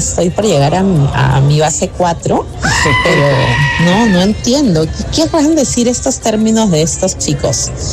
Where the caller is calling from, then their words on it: Lima, Peru; de Surco.